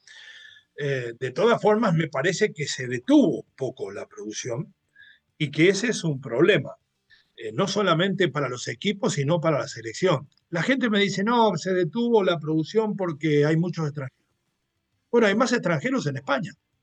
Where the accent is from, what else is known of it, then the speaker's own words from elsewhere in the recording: Uruguay; en mi país lo único que figura es el fútbol